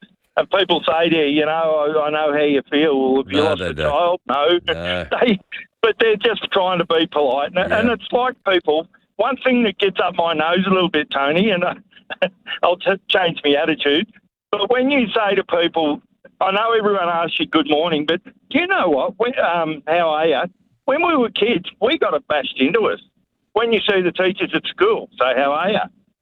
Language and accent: English; Victoria, Australia; No, well, I wasn't either, but I was brought up in South Gippsland, but not Leongatha. I've never lived anywhere near there